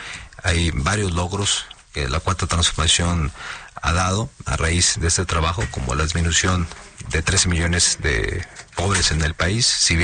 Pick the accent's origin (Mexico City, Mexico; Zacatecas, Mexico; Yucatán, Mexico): Zacatecas, Mexico; born there